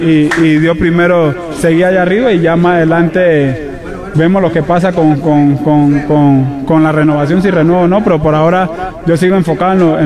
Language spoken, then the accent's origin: Spanish; Panama; y estoy acá, pero y en mi país, y al final, bueno, la familia está bien en lo personal, mi papá, mi hermana, mis sobrinos están bien